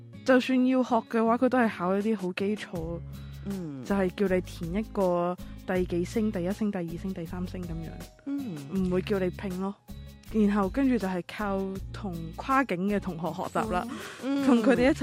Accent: Hong Kong; 我因為作為香港人、然後跟我接觸的內地人都會比較多

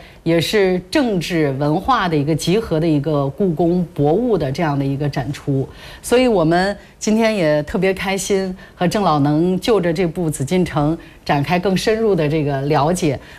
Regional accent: Shanxi, China; 其实我和郑老呢是半个老乡，郑老是陕西渭南人，我是山西晋南人。那我觉得咱俩用家乡话吧，

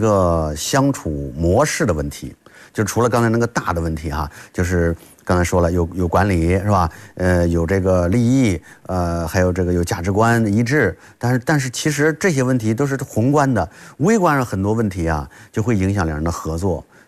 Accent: China; 很多我们中国人最擅长的就是把这个称呼私人化

